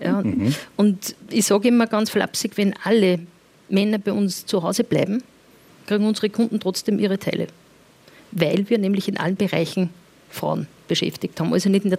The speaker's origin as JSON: {"language": "German", "region": "Upper Austria", "country": "Austria", "accent": "Upper Austrian dialect", "said": "ich sage als Oberösterreicherin, wenn ich ein bisschen flapsig rede, das liegt dann irgendwo, wenn ich mein Dialekt ein bisschen reinfalle."}